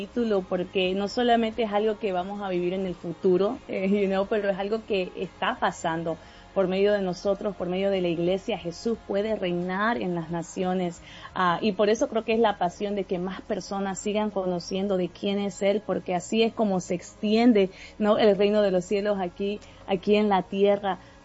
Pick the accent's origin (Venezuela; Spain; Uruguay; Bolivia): Bolivia; obviamente mi persona, yo soy de Bolivia